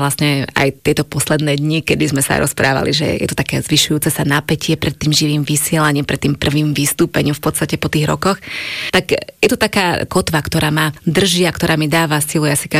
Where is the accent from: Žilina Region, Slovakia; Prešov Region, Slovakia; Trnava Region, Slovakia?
Prešov Region, Slovakia; Lipany; moved away as an adult; also born or lived in Košice; now in Bratislava, Slovakia; som z Lipian, napriek tomu, že Lipany sú malé mesto